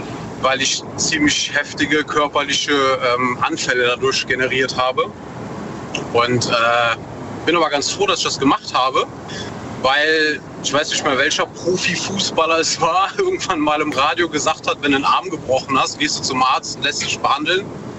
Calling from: North Rhine-Westphalia, Germany; Aus der Eifel, NRW.

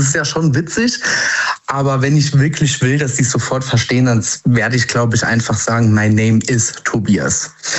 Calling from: Saarland, Germany; Aus der Nähe von Saarbrücken im Saarland.

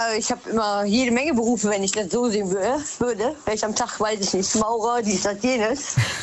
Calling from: Rhineland-Palatinate, Germany; Hi, aus Westerwald.

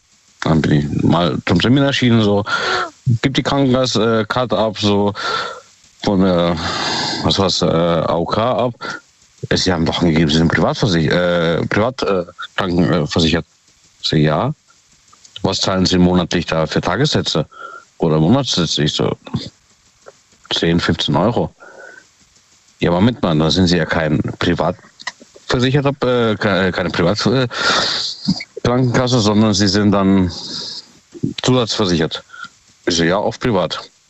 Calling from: Ottersweier, Baden-Württemberg, Germany; Jawohl, aus Ottersweier.

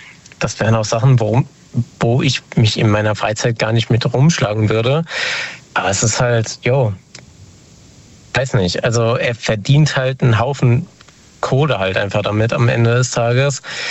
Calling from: Montabaur, Rhineland-Palatinate, Germany; Aus der Ecke Hessen, aus Montabaur ungefähr.

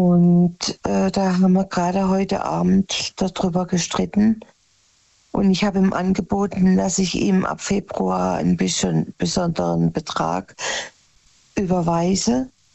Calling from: Oberwolfach, Baden-Württemberg, Germany; Ja, im Kinzigtal.

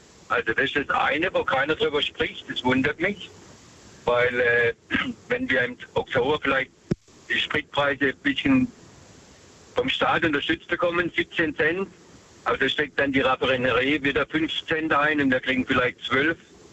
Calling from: Herbolzheim, Baden-Württemberg, Germany; Herbolzheim.

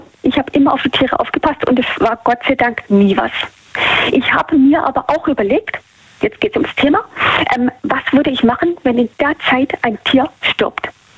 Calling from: Baden-Württemberg, Germany; Kreis Böblingen Richtung Stuttgart.

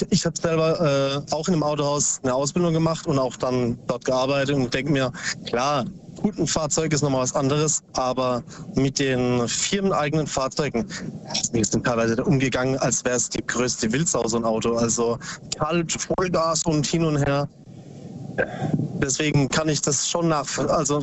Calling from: Bruchsal, Baden-Württemberg, Germany; Aus Substadt-Weier, nee, Bruchsal.

